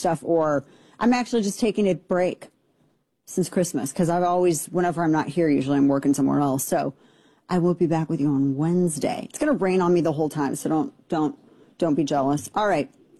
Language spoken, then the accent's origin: English; Festus, Missouri, United States; my hometown of Festus, Missouri